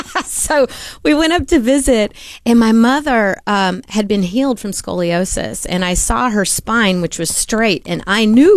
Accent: the South, United States; Yeah, I grew up in the South.

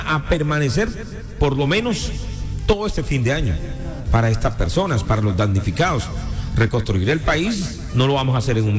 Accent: Colombia

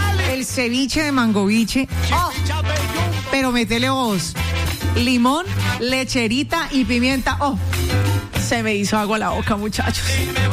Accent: Cali, Valle del Cauca, Colombia

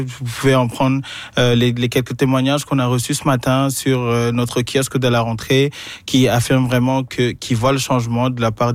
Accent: Paris, Île-de-France, France; Il faut savoir comment je viens de Paris. Fait comme à ce moment, j'étais à Paris en train de profiter du ciel gris de Paris.

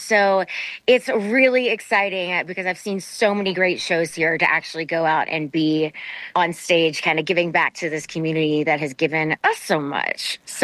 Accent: Austin, Texas, United States; I'm from Austin, Texas, and I started as a little girl about 12 years old doing the Texas rodeo circuits and the Texas country Opry houses.

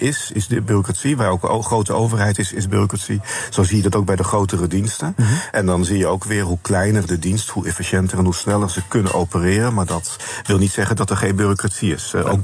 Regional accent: Netherlands

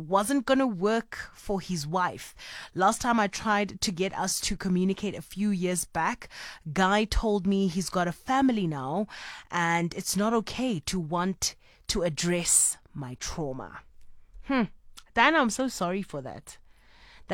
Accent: Kimberley, Northern Cape, South Africa; I'm actually also from Kimberley

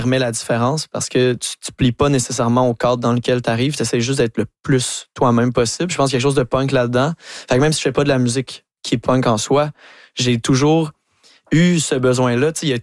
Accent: Saint-Hyacinthe, Quebec, Canada; moi, je viens de Saint-Hyacinthe, qui est une ville agricole.

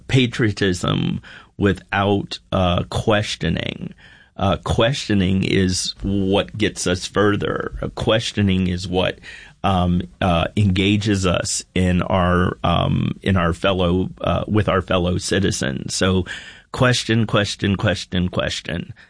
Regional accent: United States; born there; I would say I'm proud to be born in America, and I'm proud to continue the path of becoming an American.

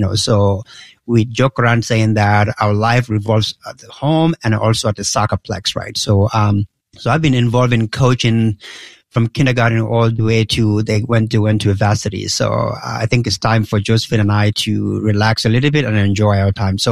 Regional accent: Gambia; now in DMV area, United States; I grew up in Gambia. It's a small country in West Africa

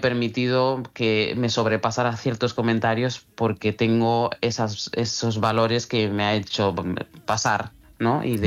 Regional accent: Bamako, Mali; Spanish is a second language; now in Galicia, Spain; No, de momento no, nada. La verdad, o sea, es que Galicia es totalmente diferente a Bamako.

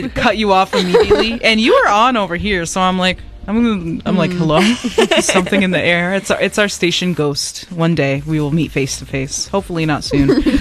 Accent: Ireland; I am Irish. I love potato over pasta.

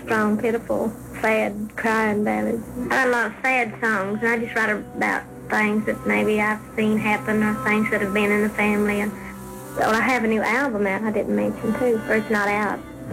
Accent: Sevierville, Tennessee, United States; born there; I was born on January the 19th, 1946, in Sevier County. It's Sevierville, Tennessee. It's a little town between Knoxville, Tennessee and Gatlinburg, Tennessee.

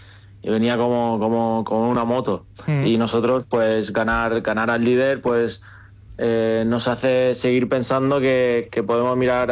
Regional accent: Manacor, Balearic Islands, Spain; de ahí, tengo muchísimos amigos y bueno, soy de Manacor

